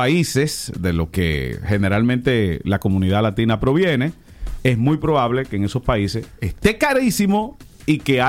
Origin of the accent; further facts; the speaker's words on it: Dominican Republic; moved away; aquí somos menos los dominicanos que estamos en el exterior.